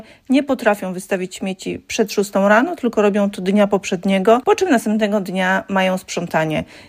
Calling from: Marki, Masovian Voivodeship, Poland; ja mieszkam w Markach

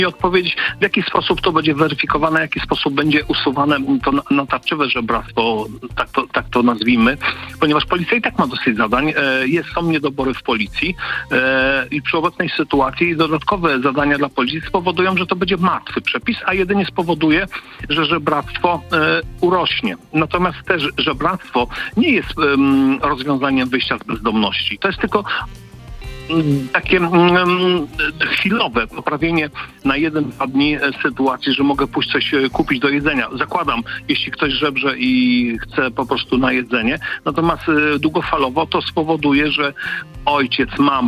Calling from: Denmark; Ja mieszkam w Danii.

